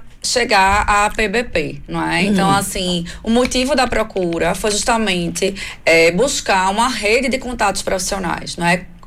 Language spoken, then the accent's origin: Portuguese; Brazil; moved away as an adult; now in Portugal; eu vim do Brasil e sou psicóloga clínica lá, era psicóloga clínica lá desde 2009, né? Então eu tinha todo esse network, essa rede de apoio, rede de contatos, não é? E aqui em Portugal não.